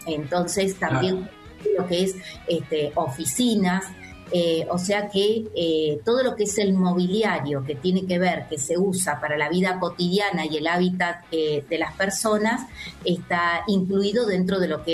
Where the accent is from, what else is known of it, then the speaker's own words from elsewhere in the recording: Río Negro, Argentina; now in Córdoba, Argentina; yo soy sureña, como verás, no tengo tonada cordobesa, soy rionegrina, nacida y criada en Río Negro.